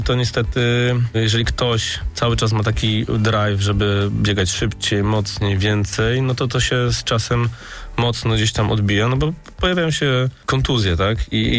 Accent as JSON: {"language": "Polish", "town": "Gdańsk", "region": "Pomeranian Voivodeship", "country": "Poland", "tie": "born or raised there", "said": "W mojej młodości jestem z 1980 roku, wychowałem się na osiedlu Chełm tutaj w Gdańsku"}